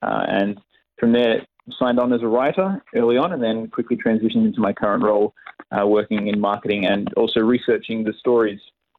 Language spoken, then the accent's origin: English; Sydney, New South Wales, Australia; also born or lived in Vancouver, Canada / United States; I was born in Canada, in Vancouver, but I flew across to Sydney when I was just 6 weeks old, and I've grown up in Australia.